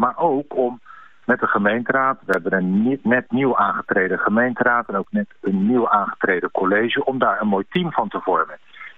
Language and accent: Dutch; Rotterdam, South Holland, Netherlands; accent: Rotterdam; ik ben zo ontzettend nieuwsgierig of mijn Rotterdamse accent een beetje bijgeschaafd wordt komende maanden.